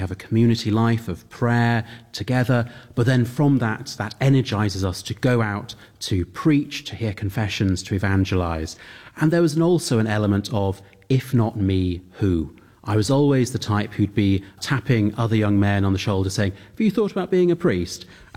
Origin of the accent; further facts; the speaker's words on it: Wales, United Kingdom; accent: Welsh; also born or lived in Toronto / Birmingham / Harare; now in London, United Kingdom; As you said, I'm a Welshman, although my accent only comes out when Wales are doing really well at rugby.